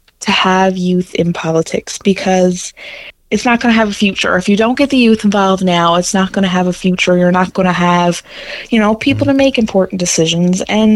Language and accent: English; Newfoundland and Labrador, Canada; So I grew up, I was like born and raised in Labrador West.